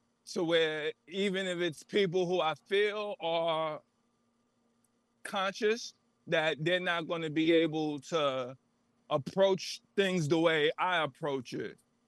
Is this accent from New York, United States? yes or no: yes; Bronx, New York, United States; because I was from the Bronx. I'm from the Bronx. And I used to go to Harlem to go to the Rucker.